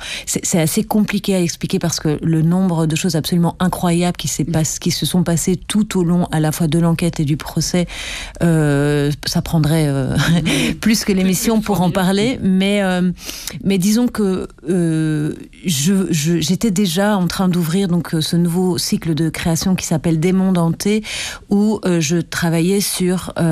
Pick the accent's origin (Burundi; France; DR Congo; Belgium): Belgium; Wallonia; Et moi, je suis wallonne, donc j'ai grandi aussi dans la culture wallonne.